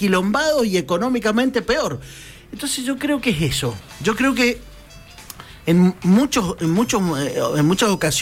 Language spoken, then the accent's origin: Spanish; Argentina; Eso somos los argentinos.